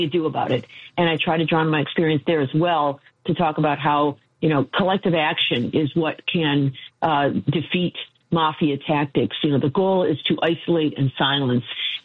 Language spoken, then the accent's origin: English; Michigan, United States; Many states, including my home state of Michigan, have created independent citizens councils that decide redistricting.